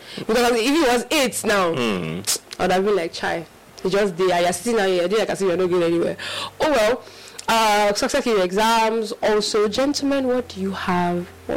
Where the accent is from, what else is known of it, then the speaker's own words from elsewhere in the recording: Nigeria; As a Nigerian